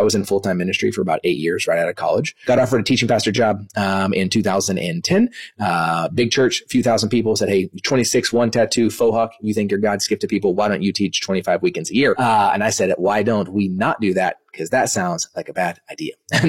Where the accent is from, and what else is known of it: Dallas, Texas, United States; born or raised there; also born or lived in Kansas